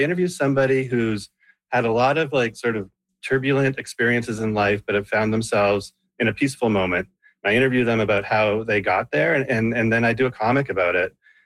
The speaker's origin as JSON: {"language": "English", "town": "Moncton", "region": "New Brunswick", "country": "Canada", "tie": "born or raised there", "said": "I grew up in Moncton in New Brunswick."}